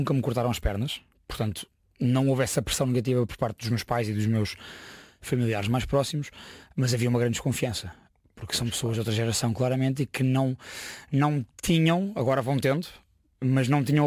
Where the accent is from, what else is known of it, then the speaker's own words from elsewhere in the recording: Setúbal, Portugal; ao mesmo tempo que comecei a treinar camadas jovens no Clube Desportivo Cova da Piedade. Eu sou da Margem Sul.